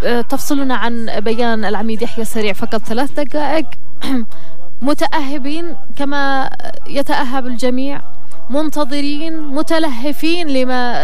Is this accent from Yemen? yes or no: yes; Yemen; وإحنا كشعب يمني